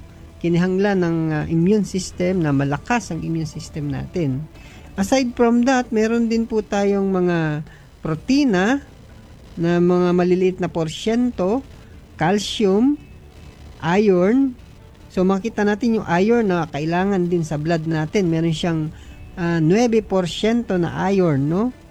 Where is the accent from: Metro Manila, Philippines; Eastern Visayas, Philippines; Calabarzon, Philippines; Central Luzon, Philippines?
Metro Manila, Philippines; Manila; Pasensya na mo, kayo, ako'y Tagalog talaga, no? Gikan pa ako sa Manila.